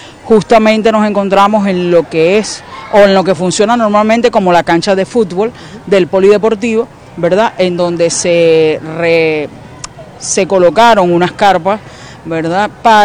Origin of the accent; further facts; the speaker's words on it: La Guaira, Venezuela; Yo soy guaireña y tengo apenas 3-4 meses que comencé a trabajar aquí en La Guaira, porque yo estaba en La Guaira, estaba en Barlovento, en Caracas